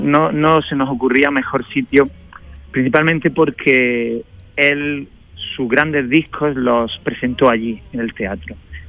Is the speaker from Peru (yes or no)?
no; Granada, Andalusia, Spain; yo descubrí que yo era granadino y que yo era andaluz